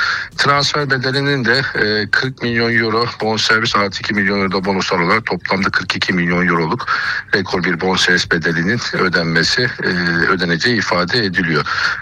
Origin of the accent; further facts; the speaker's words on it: Giresun, Turkey; şey tam şey havası, yayla, güzel deniz. Her şey, Giresun güzel bir şehir. Memleketimi öveyim biraz.